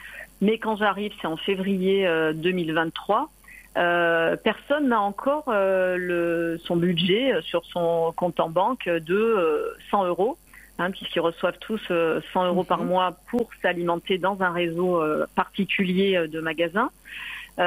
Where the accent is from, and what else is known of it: Marseille, Provence-Alpes-Côte d'Azur, France